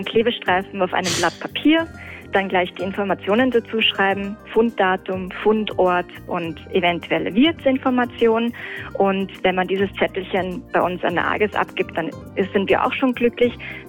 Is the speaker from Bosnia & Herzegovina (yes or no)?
no; Austria; Also wir interessieren uns vor allem daran, welche Zecken kommen bei uns in Österreich überhaupt vor.